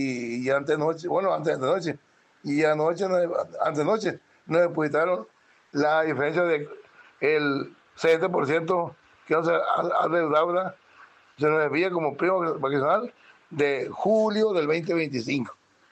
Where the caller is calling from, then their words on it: Badiraguato, Sinaloa, Mexico; acá por el bello Badiraguato